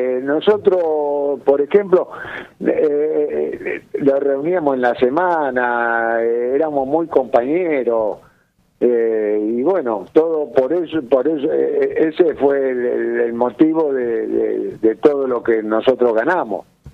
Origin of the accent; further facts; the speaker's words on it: Rosario, Santa Fe, Argentina; yo como rosarino, hincha Central